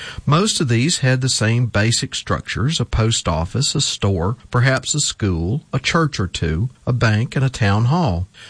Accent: Farmerville, Louisiana, United States; my hometown of Farmerville

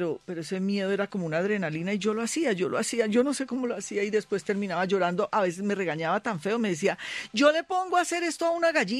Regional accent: Bogotá, Colombia; born there; yo nací en Bogotá, me crié con Paisa Gaspar y Gloria Zapata, que es como una madre mía también, una actriz. Y mi mamá es llanera, mi papá boyacense, mis abuelos santanderianos.

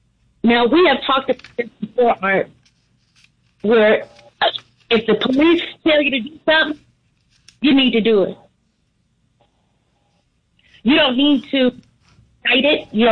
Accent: Vicksburg, Mississippi, United States; So I'm from Mississippi. I'm from Vicksburg, but I know Senatobia is about 40 miles from Memphis, Tennessee.

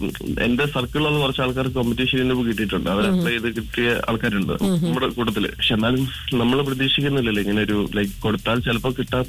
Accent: Kottayam, Kerala, India; moved away; നാട്ടിൽ കോട്ടയം.

